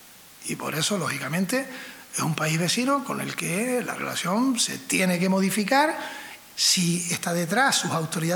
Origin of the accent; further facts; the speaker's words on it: Canary Islands, Spain; ahora hablo como canario